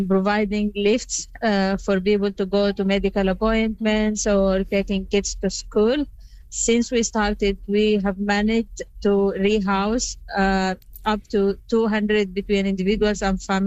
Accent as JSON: {"language": "English", "country": "Sudan", "said": "I'm one of them. I am from Sudan too."}